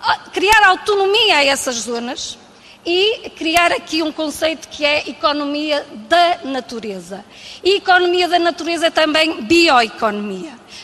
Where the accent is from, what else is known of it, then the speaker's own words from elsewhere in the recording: Minho, Portugal; como um ser autóctone que sou minhoto, falo isto porquê? Porque vivo numa aldeia